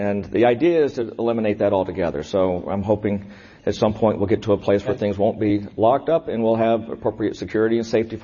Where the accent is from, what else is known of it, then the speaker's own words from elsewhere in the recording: Dallas, Texas, United States; I was born in Dallas, Texas, a multi-generation Texan. And so I was born and raised and didn't leave until I went off to college.